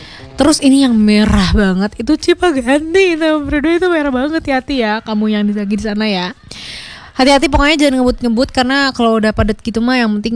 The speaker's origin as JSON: {"language": "Indonesian", "town": "Bandung", "region": "West Java", "country": "Indonesia", "said": "gak heran ya kita orang Bandung ya"}